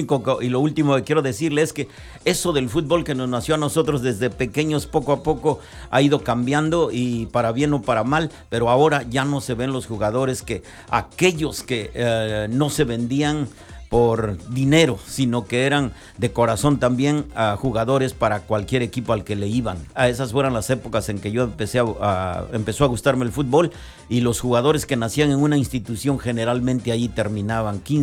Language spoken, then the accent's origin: Spanish; Huajuapan de León, Oaxaca, Mexico; desde que estaba en la escuela primaria allá en mi Guajuapan de León, de donde soy originario, de ahí de las cercanías de la ciudad